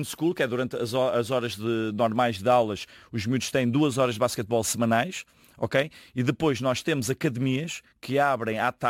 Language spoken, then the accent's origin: Portuguese; Portugal; now in India; Eu como um bom português, é o faz-tudo.